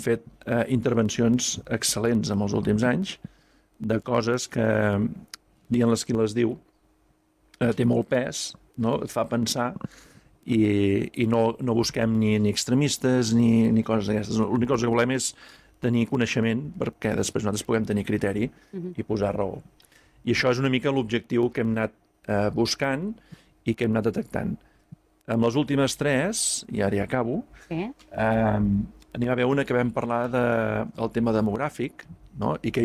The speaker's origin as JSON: {"language": "Catalan", "town": "Manresa", "region": "Catalonia", "country": "Spain", "said": "com a manresà, ara parlo com a manresà"}